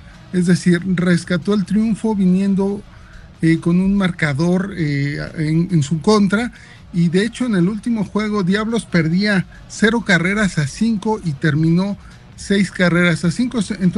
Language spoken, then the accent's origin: Spanish; Mexico